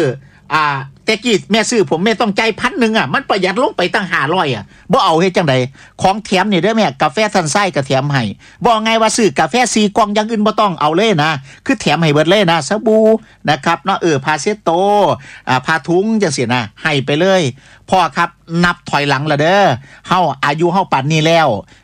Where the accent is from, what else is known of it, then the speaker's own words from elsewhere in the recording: Isan, Thailand; accent: Isan; ก็ต้องฉุดคิดนะว่าเราเนี่ยพูดภาษาอีสานพี่น้องทางภาคใต้ฟังก็ไม่ค่อยรู้เรื่อง